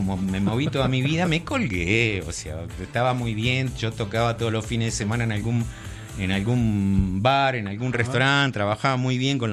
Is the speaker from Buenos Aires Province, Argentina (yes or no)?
yes; Bahía Blanca, Buenos Aires Province, Argentina; moved away as an adult; also born or lived in Jujuy; Yo soy de la Patagonia, digamos. Bahía Blanca es...